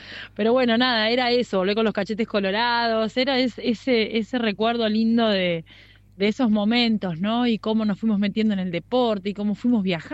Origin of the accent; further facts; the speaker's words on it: Tierra del Fuego, Argentina; mi infancia acá en Tierra Mayor, si bien nosotros vivíamos en la ciudad